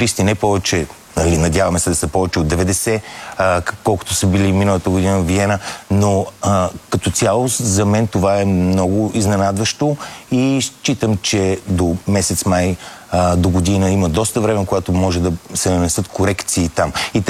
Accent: Sofia, Sofia City, Bulgaria

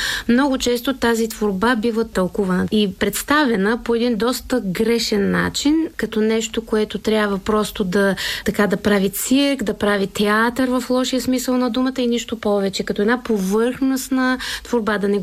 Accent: Plovdiv, Plovdiv Province, Bulgaria; now in Sofia, Bulgaria; А Пловдив е моят роден град.

